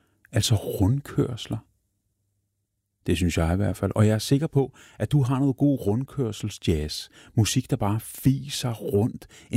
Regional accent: Roskilde, Zealand, Denmark; Roskilde, hvor jeg kommer fra

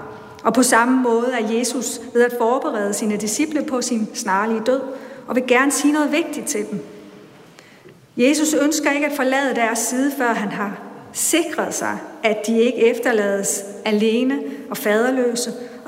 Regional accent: Bangladesh; now in Denmark; Om du møder kirken i Bangladesh, hvor jeg er vokset op

